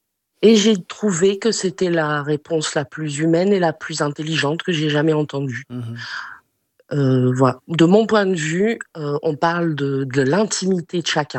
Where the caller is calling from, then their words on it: Switzerland; J'appelle de Suisse.